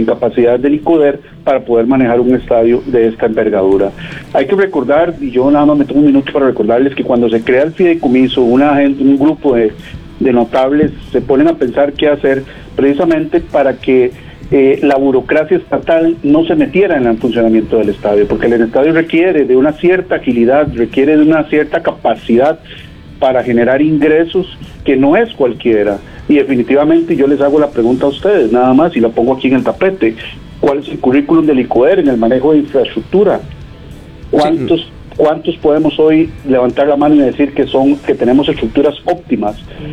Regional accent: Costa Rica

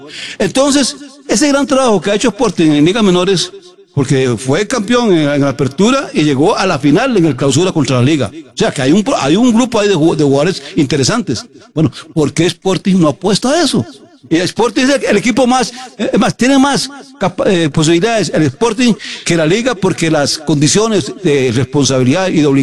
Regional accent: Golfito, Puntarenas, Costa Rica; es de mi pueblo. Es Golfiteño.

